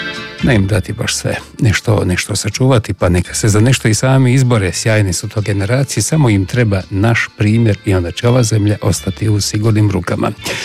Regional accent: Slavonia, Croatia; now in Zagreb, Croatia; ponovit ću kao Slavonac 40 godina u Zagrebu, zavidim Dalmatincima na puno pjesama

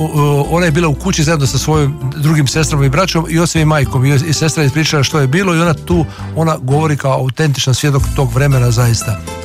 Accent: Split, Split-Dalmatia County, Croatia; moved away as an adult; Ja sam odrastao u Splitu, išao sam u Gospa Ozdravlja na vjeronauk

